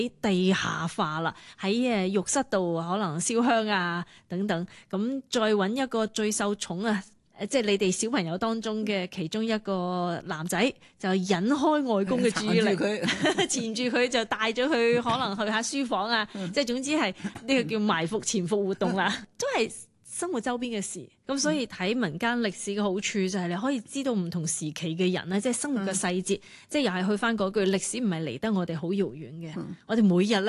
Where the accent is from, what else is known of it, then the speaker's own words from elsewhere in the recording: China; moved away; 可能是我自己童年在内地生活长大了